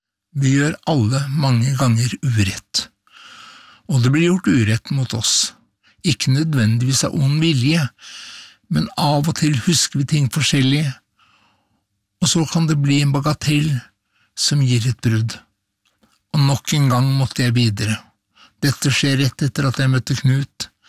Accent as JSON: {"language": "Norwegian", "town": "Horten", "region": "Vestfold", "country": "Norway", "moved": "as an adult", "lives_now": "Oslo, Norway", "said": "da jeg kom fra Horten til hovedstaden på 70-tallet, da jeg hadde brutt ut av mitt første ekteskap"}